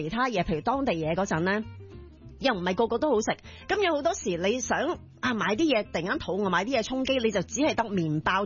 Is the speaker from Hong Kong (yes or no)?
yes; Hong Kong; 其实由细到大咧，我谂我即系作为一个香港人